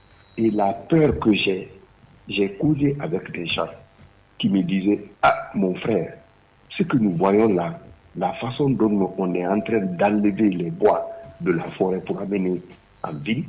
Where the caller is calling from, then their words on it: Kissidougou, Faranah, Guinea; je suis à Kissoudougou.